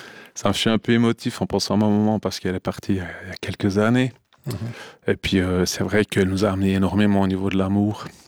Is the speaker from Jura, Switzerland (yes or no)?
yes; Courtemaîche, Jura, Switzerland; Je viens de Courtemèche.